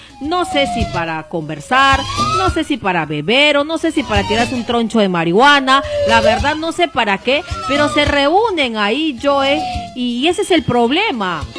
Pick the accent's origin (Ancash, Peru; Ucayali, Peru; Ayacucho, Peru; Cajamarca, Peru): Ucayali, Peru; Pucallpa; Yo soy de Pucallpa, estudiaba en el colegio 1221